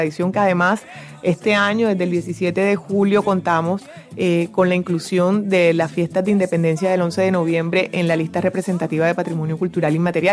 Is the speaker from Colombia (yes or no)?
yes; Cartagena, Bolívar, Colombia; Realmente yo como cartagenera lo que quiero es invitar a los que somos cartageneros a que nos apropiemos